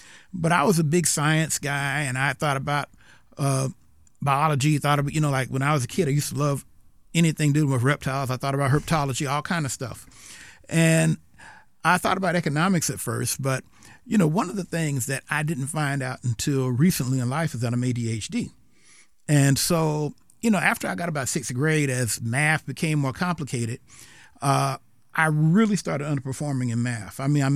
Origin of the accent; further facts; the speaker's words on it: South Carolina, United States; So anyway, so the bottom line is I grew up in South Carolina. And it wasn't until I was an old man I realized that I actually have roots in South Carolina. Mm-hmm. But that's where I grew up.